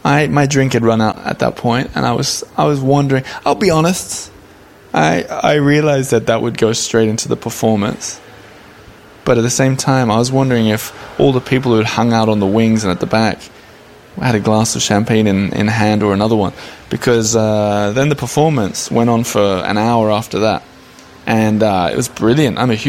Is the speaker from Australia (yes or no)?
yes; Australia; similar to how I felt a bit sort of out of place as an Australian there